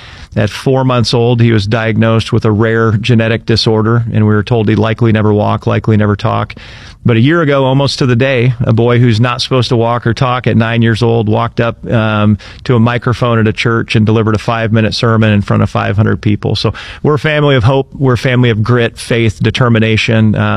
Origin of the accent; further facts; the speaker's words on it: Indianola, Iowa, United States; Yeah, I am originally from Indianola, just south of Des Moines.